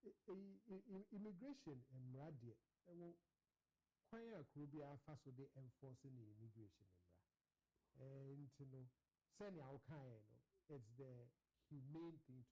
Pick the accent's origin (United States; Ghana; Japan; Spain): Ghana; Ain't no open so one prove is me a Ghana man.